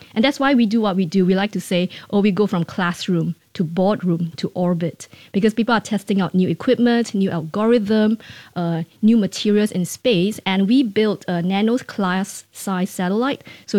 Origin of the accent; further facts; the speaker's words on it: Singapore; as a Singaporean